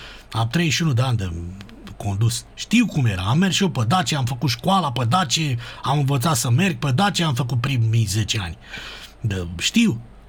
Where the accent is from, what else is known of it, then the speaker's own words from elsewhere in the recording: Romania; exagerăm noi ca români